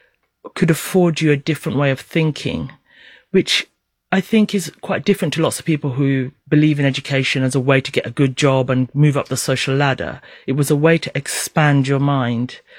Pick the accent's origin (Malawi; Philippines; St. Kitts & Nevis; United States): St. Kitts & Nevis; born or raised there; moved away; also born or lived in Kenya